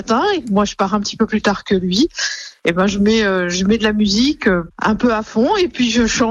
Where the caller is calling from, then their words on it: Pouilly, Grand Est, France; J'habite à Pouilly